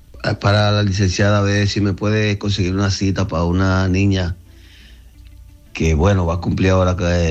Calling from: Dominican Republic; Yo soy nacionalizado español, para ver si le puedo conseguir una cita. Una cita para ver cómo yo le hago el pasaporte. Yo estoy aquí ahora en República Dominicana, aquí.

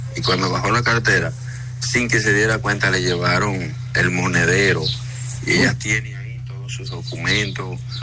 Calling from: Santiago de los Caballeros, Santiago, Dominican Republic; Oye, somos aquí de Santiago.

